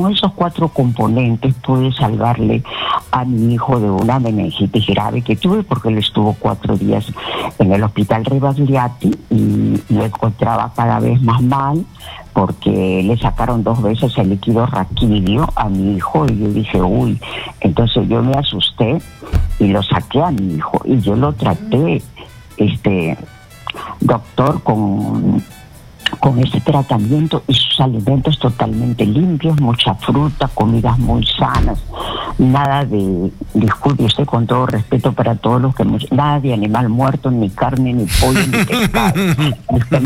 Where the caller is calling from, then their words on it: Lima, Peru; Le llamo de San Martín de Porres.